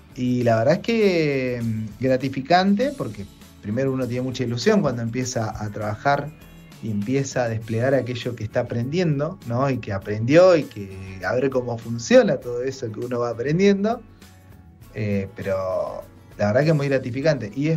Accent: Beltrán, Argentina; yo me crié un poco acá adentro, ¿no? Es como nacido y criado en Beltrán y nacido y criado en el instituto.

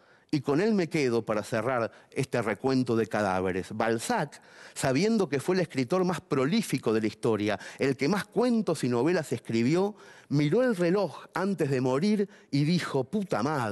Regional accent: Mercedes, Buenos Aires Province, Argentina; now in Buenos Aires, Argentina; Como nací en Mercedes, que es el medio del campo, yo crecí viendo a las gallinas correr unos segundos sin cabeza.

